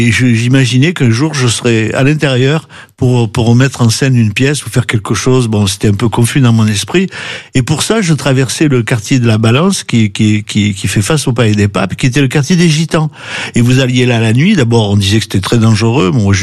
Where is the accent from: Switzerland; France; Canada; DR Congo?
France; Avignon, Provence-Alpes-Côte d'Azur; also born or lived in Lyon; mon papa lui était de Lyon, donc je suis né à Lyon, mais j'ai grandi à Avignon parce que j'étais mieux dans ma famille italienne que dans ma famille lyonnaise.